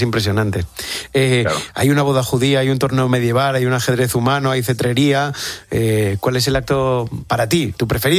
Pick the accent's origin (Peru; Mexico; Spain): Spain; A Coruña, Galicia; Coruña, mi tierra